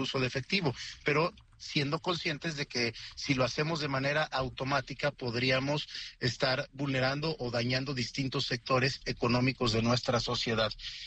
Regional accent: Oaxaca, Mexico; Yo soy de Oaxaca. En Oaxaca hay miles de comunidades que se encuentran un tanto aisladas y que es difícil que tengan acceso al internet y a muchos servicios que tienen que ver con tecnología.

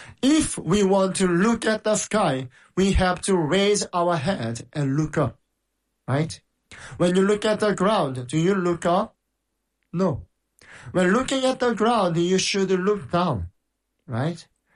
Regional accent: South Korea; Listeners, I came from the Republic of Korea.

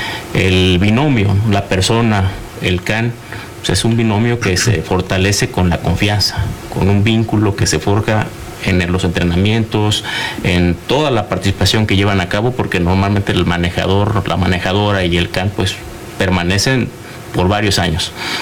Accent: Mexico; Es un orgullo, como mexicanos, como mexicanas, la oportunidad de estar en suelo extranjero

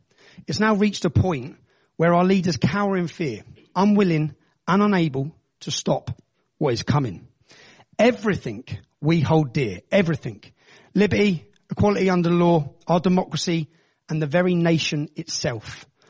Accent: Luton, East of England, United Kingdom; That's my hometown. The town I love. The town I've seen change.

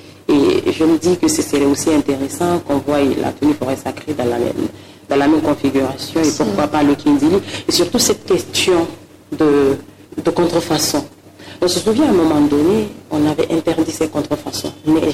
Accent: Guinea; Chez nous, surtout que quand on est africain, on est guinéen

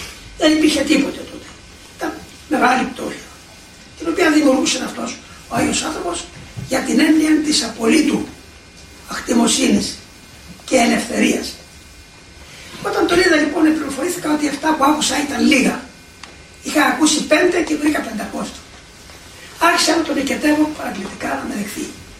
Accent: Cyprus; moved away as an adult; now in Mount Athos, Greece; από την πατρίδα μου, πολύ μικρή ηλικία, όταν ήμουν 15 έτων

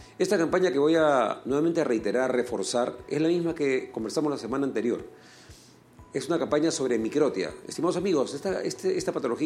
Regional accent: Ica, Peru; now in Lima, Peru; somos de origen provinciano, me incluyo, soy de Ica, mi familia viene de Ica

